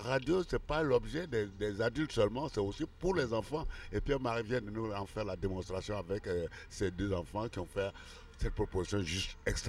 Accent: Côte d’Ivoire; Et deuxièmement, moi, je viens de Côte d'Ivoire, qui est quand même le troisième producteur de café au monde.

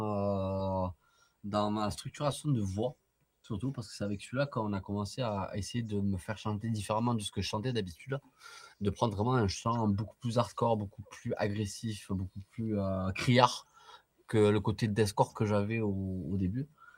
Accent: Perpignan, Occitanie, France; Nous, on est comme une dynastie, on est de Perpignan, c'est tout petit, c'est compliqué de sortir de Perpignan.

